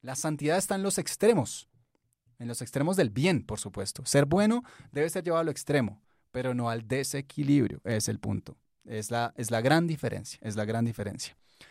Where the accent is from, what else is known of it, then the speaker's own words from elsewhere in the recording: Colombia; este querido pueblo colombiano del cual todos nosotros hacemos parte